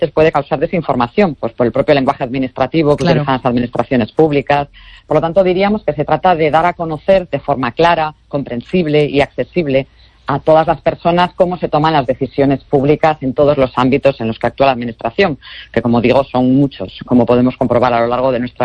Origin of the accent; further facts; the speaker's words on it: Galicia, Spain; que afortunadamente se celebra en Galicia y que yo como gallega